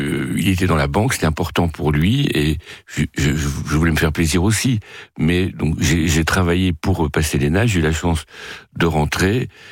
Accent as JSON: {"language": "French", "country": "France", "tie": "born there", "also_born_or_lived": "Rio de Janeiro, Brazil", "said": "J'ai surtout démarré très loin de la France, puisque je n'ai pas de sang français. Je suis né au Brésil. Je suis arrivé en Europe par le troisième mariage de ma mère, qui épousait un Français"}